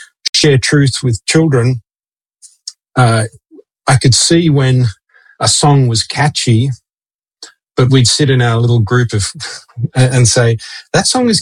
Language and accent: English; Sydney, New South Wales, Australia; in the system that we grew up in Sydney